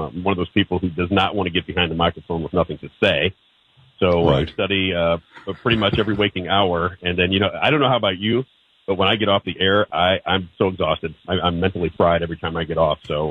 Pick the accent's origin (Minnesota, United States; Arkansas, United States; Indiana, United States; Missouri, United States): Missouri, United States; St. Louis; You know, I'm from St. Louis, so I wanted to be a sports broadcaster